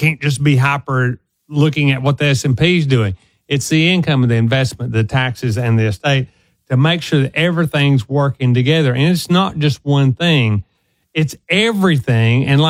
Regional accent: the South, United States; accent: Southern

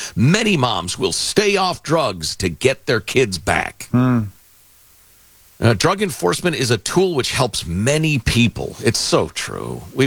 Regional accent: United States; born there; I pray, thank you, Jesus, that I was born in America to two great parents who loved me, cared for me, and taught me how to be a good man.

